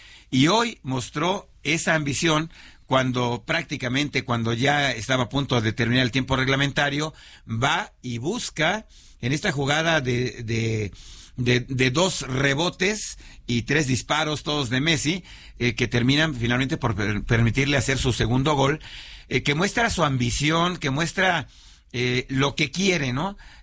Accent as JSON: {"language": "Spanish", "country": "Mexico", "said": "como muchos mexicanos más o menos de mis tiempos"}